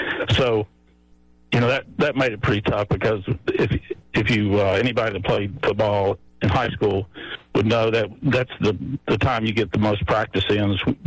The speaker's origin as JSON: {"language": "English", "region": "Virginia", "country": "United States", "tie": "born or raised there", "said": "the schedule I had when I was a kid growing up in Virginia."}